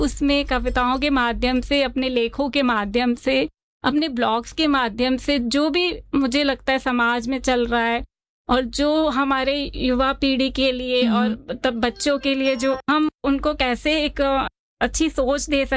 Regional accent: Kanpur, Uttar Pradesh, India; और मैं basically UP Kanpur की रहने वाली हूँ.

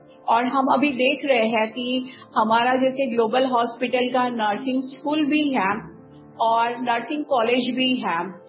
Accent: Mumbai, Maharashtra, India; तो मैं तो महाराष्ट्र मुंबई से बिलोंग करती हूँ

